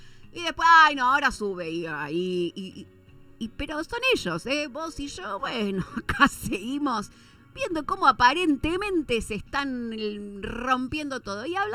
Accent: Argentina; sentirnos argentinos y qué lindos que somos los argentinos

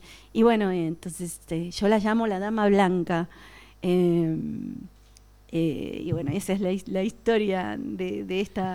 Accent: Argentina; moved away as an adult; also born or lived in Australia; now in Capilla del Monte, Argentina; volver a la Argentina

